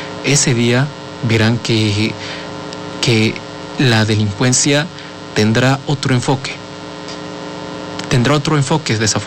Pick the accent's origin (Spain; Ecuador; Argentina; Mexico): Mexico; como nosotros, como mexicanos deseamos muchas veces en nuestra vida académica